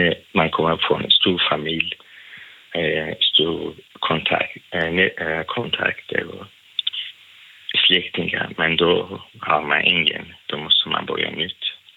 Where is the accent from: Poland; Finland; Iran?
Iran; now in Sweden; Jag kom från Iran.